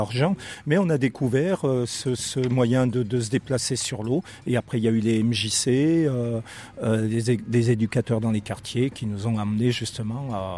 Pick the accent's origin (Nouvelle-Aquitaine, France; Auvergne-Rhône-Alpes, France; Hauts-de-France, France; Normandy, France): Auvergne-Rhône-Alpes, France; Saint-Étienne; now in La Franqui, France; Moi, je viens de Saint-Étienne